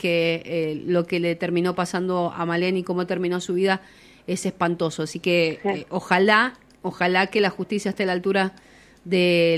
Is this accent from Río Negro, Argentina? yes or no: no; Mendoza, Argentina; nosotros que somos mendocinos